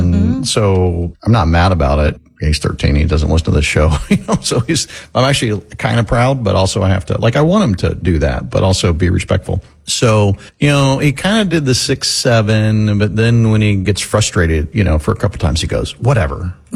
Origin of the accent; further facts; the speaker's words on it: Florida, United States; And so we were aware growing up in Florida that school teachers in Florida didn't get paid as much as school teachers, you know, in other places.